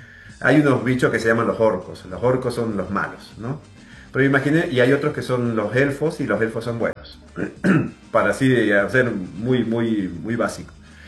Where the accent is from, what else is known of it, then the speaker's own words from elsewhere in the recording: Argentina; más allá de que yo sea argentino